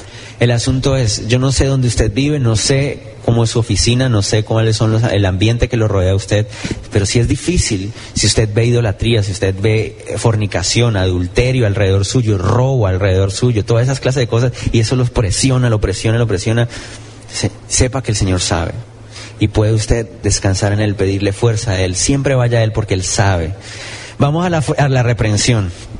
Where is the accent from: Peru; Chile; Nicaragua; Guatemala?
Guatemala; born there; Yo nací en Guatemala y amo un país también, amo Colombia también, más también.